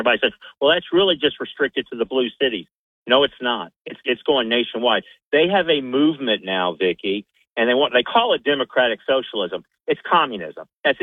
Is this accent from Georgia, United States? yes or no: yes; Georgia, United States; my state, my home state of Georgia.